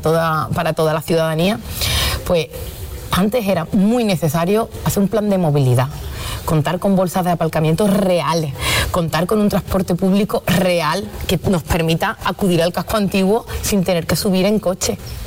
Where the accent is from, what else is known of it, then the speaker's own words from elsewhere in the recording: Arcos de la Frontera, Andalusia, Spain; a mí me gustaría que mi pueblo saliese en la prensa. Uh-huh. Y es que la Cámara de Cuentas acusa al Ayuntamiento de Arcos de ser de los ayuntamientos